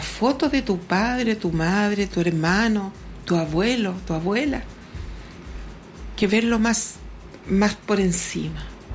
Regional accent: Chile; cada uno de nosotros que somos el pueblo de Chile.

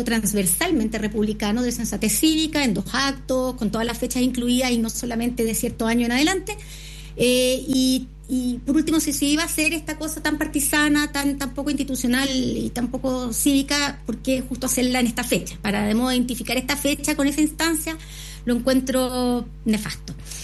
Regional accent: Chile; nosotros como ciudadanía chilena tenemos una forma de hacer política y de recibir lo político muy distinta de la Argentina

